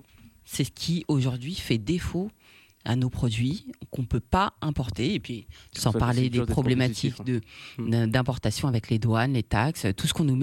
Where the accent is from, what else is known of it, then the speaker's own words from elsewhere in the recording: Guadeloupe; Je suis originaire de la Guadeloupe, mais je valorise énormément les produits afro-caribéens.